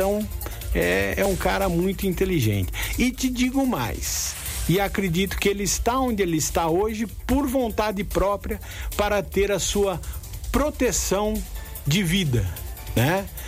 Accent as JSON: {"language": "Portuguese", "country": "Brazil", "said": "E você, eu, que somos brasileiros"}